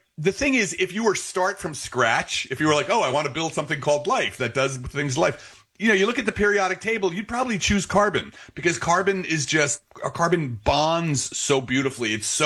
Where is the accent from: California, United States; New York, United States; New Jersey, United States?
New Jersey, United States; Belleville; First of all, go Jersey. I'm from Jersey. I'm from, like, the Newark area. I'm up from Belleville.